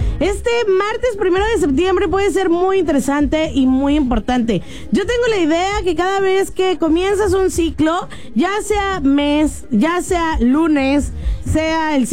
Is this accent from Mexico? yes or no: yes; Mexico; estamos orgullosos de ser mexicanos, aunque en realidad somos mexicanos desde que nacimos.